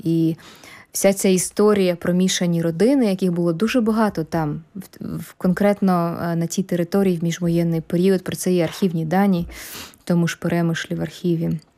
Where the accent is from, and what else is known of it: Kyiv, Ukraine; born or raised there